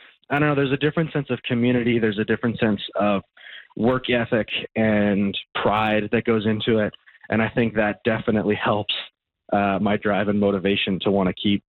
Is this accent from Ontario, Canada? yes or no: no; Prince Albert, Saskatchewan, Canada; my hometown, Prince Albert.